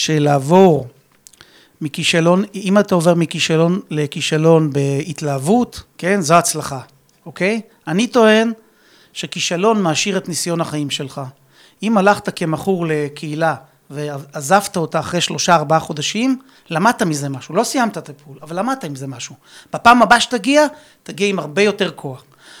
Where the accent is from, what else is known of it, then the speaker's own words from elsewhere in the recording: Rishon LeZion, Central District, Israel; born there; אני נולדתי ברמת אליהו, שזו שכונה של ראשון